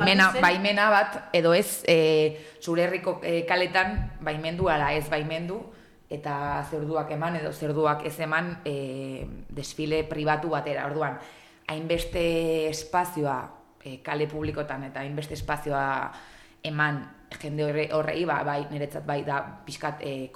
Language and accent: Basque; Hondarribia, Basque Country, Spain; Baina gero, ondo pentsatzen nik Hondarribikoa naiz, eta Hondarribin bizi nahi dut